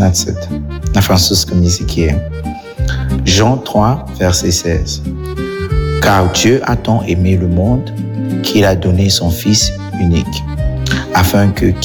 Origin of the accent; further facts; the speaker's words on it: Cameroon; Russian is a second language; moved away; я из Камеруна